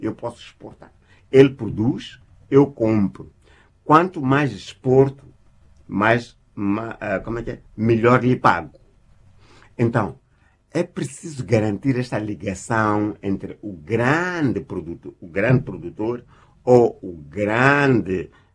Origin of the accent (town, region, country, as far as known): Jangamo, Inhambane, Mozambique